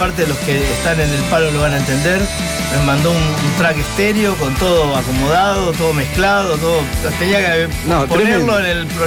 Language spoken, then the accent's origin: Spanish; San Lorenzo, Santa Fe, Argentina; now in Granadero Baigorria, Argentina; Soy nacido en San Lorenzo, pero hijo adoptivo de Baigorria.